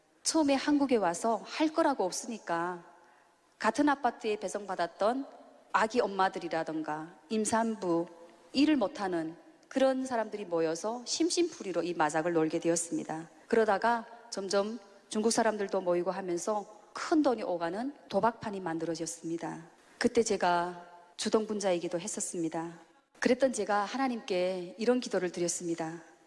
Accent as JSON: {"language": "Korean", "country": "North Korea", "moved": "yes", "said": "그렇게 드디어 저희 부모님과 오빠 그리고 여동생 가족 당시 100일 된 조카 그리고 제가 탈북한 다음에 저희 부모님이 양아들을 한 명 더 키우셨더라고요."}